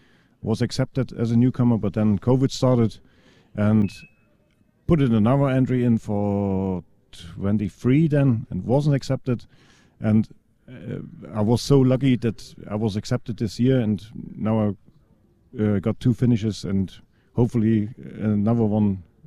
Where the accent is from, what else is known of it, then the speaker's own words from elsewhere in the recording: Saxony, Germany; I'm from Germany. My county is Saxony. The east part of Germany, we stuck behind that fucking wall